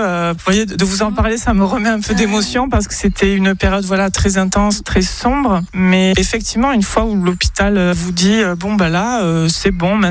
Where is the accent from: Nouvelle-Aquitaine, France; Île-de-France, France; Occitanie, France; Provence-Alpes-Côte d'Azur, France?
Nouvelle-Aquitaine, France; Bayonne; j'ai 48 ans et je suis de Bayonne.